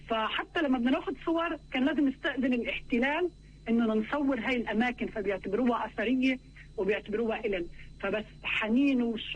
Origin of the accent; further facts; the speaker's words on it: Lebanon; now in Sweden; ما عنديش أصلا باسبور لأن إحنا من فلسطينية لبنان، فلما جيت على السويد